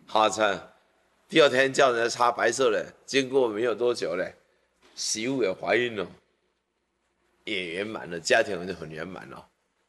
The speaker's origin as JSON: {"language": "Chinese", "country": "Taiwan", "said": "虐待我们台湾人，"}